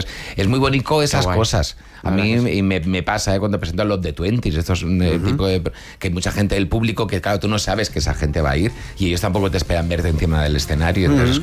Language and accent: Spanish; Barcelona, Catalonia, Spain; moved away as an adult; now in Madrid, Spain; yo soy de Barcelona, me sí, vine a Madrid con 18 años, de repente hay un momento de despegarte de tu grupo de amigos